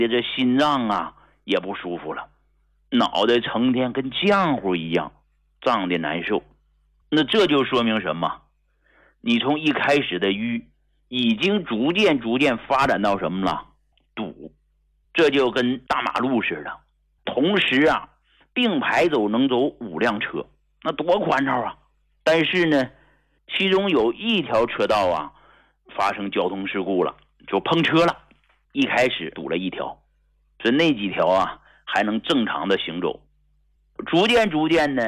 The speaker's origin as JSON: {"language": "Chinese", "town": "Hegang", "region": "Heilongjiang", "country": "China", "said": "就我到今天，我依然没有忘记我是从哪儿来的。你看我现在我的身份证依然是黑龙江鹤岗工农区的，如果时间能够重来，我一定要回到小时候"}